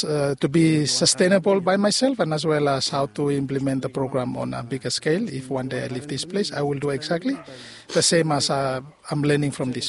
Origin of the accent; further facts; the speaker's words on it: Vanualava, Torba, Vanuatu; Okay, I'm from Vanualava